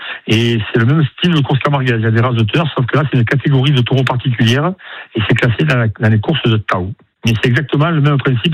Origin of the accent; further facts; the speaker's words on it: Saint-Rémy-de-Provence, Provence-Alpes-Côte d'Azur, France; Moi, je suis originaire plutôt du côté de Saint-Rémy-de-Provence, où là-bas, il y a aussi des arènes, et des courses de taureaux, et des abrivados, des bandidos, des anciens.